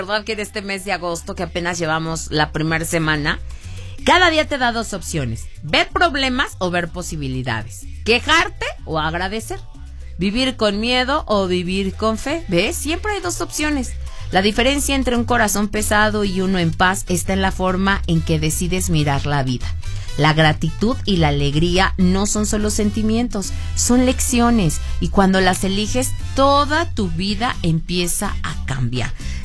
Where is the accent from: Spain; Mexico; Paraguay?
Mexico